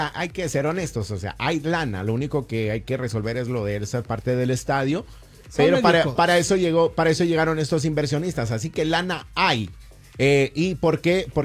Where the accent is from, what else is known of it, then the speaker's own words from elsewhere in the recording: Germany; Allá de donde soy también, en Alemania también.